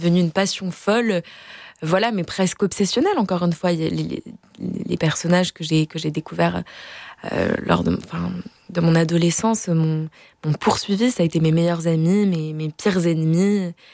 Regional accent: Marseille, Provence-Alpes-Côte d'Azur, France; je suis marseillaise.

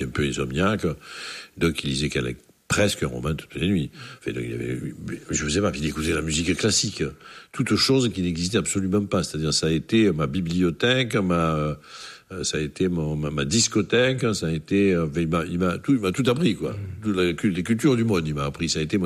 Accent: Marseille, Provence-Alpes-Côte d'Azur, France; born or raised there

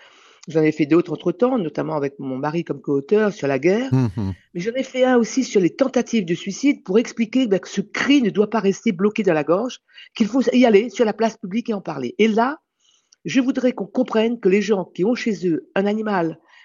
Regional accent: Réunion; j'ai vécu dans un univers très particulier à La Réunion, où à cette époque-là, moi j'étais enfant dans les années, fin des années 50, début années 60

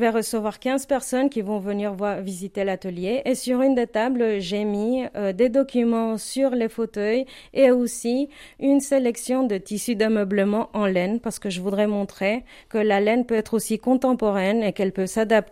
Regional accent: Morelos, Mexico; moved away; moi, je viens de Morelos, qui est un état au centre du Mexique

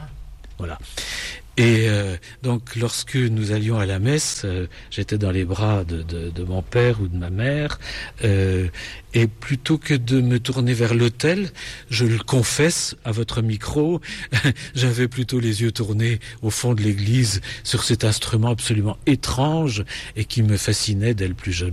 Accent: Besançon, Bourgogne-Franche-Comté, France; born there; je suis né à Besançon, et à l'époque, en 1951, voilà, chacun fera le calcul, Besançon était une ville provinciale très reculée.

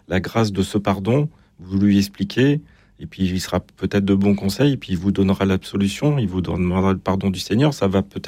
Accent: Brittany, France; Je suis breton.

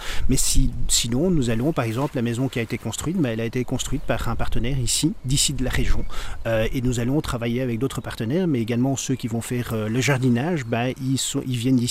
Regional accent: Belgium; Mais j'aime beaucoup la Zélande, mais je suis belge, hein, vous l'entendez, mais je travaille aux Pays-Bas

